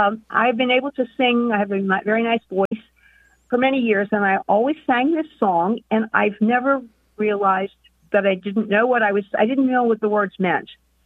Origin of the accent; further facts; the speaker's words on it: Cincinnati, Ohio, United States; I'm from Cincinnati, Ohio.